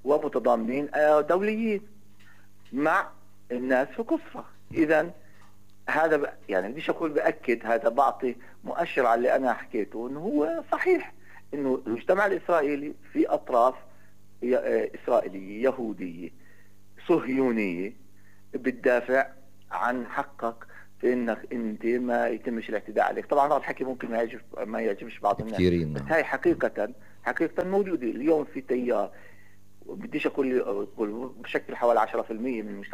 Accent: Palestine; احنا كفلسطينيين

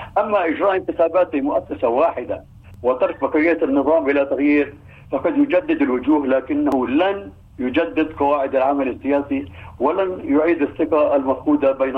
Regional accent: Palestine; نحن كفلسطينيين

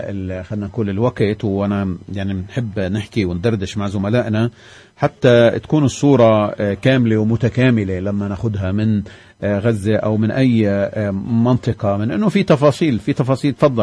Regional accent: West Bank, Palestine; عندنا بالضفة

